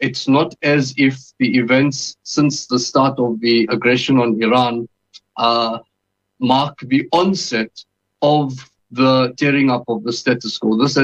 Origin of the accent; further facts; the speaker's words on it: South Africa; Al-Aqsa is felt as dearly as it is to me in South Africa, as a South African Muslim